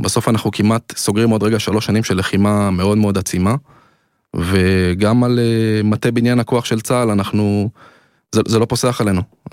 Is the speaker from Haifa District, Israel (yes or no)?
no; Ashdod, Southern District, Israel; אני גדלתי באשדוד.